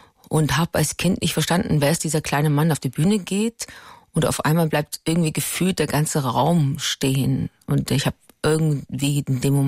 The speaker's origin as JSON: {"language": "German", "region": "Berlin", "country": "Germany", "tie": "born there", "said": "ich bin in Berlin geboren"}